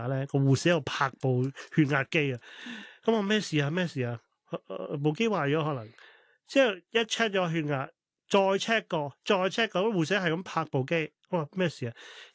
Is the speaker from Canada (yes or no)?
no; Hong Kong; moved away; 我系香港人啦，本身咁。但是我都有在外國很久的時間浸，叫所謂浸淫過啦